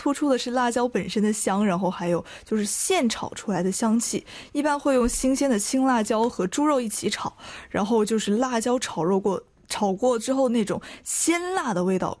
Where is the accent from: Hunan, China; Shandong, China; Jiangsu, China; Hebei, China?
Hunan, China; Changsha